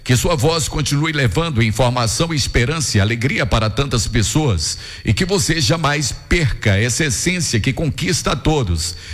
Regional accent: Guanambi, Bahia, Brazil; also born or lived in Canabrava, Malhada; E depois a gente veio para Guanambi. Mas eu nasci em Guanambi, moro em Guanambi, conheço Guanambi quase, não vou falar todo, mas boa parte eu conheço.

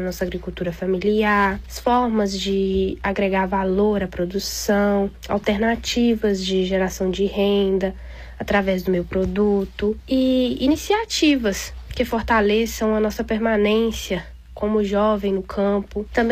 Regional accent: Minas Gerais, Brazil; Eu sou mineira, venho de Sobralha, um município pequeno

